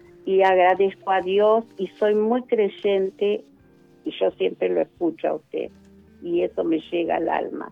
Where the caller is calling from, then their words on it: José C. Paz, Buenos Aires Province, Argentina; de José Paz.